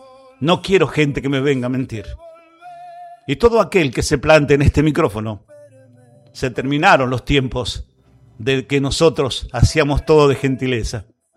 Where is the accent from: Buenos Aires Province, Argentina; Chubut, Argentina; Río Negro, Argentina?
Buenos Aires Province, Argentina; Bragado; Estoy feliz de ser la voz de mi pueblo.